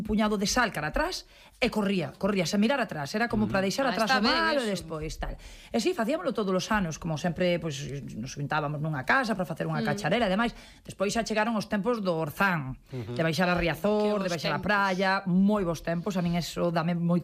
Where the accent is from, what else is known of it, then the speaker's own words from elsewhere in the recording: A Coruña, Galicia, Spain; Si, sí, somos coruñesas, Antón, por Dios.